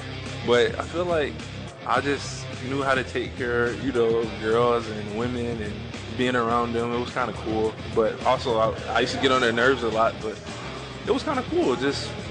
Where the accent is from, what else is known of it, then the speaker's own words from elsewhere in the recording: Atlanta, Georgia, United States; I'm from Atlanta, Georgia.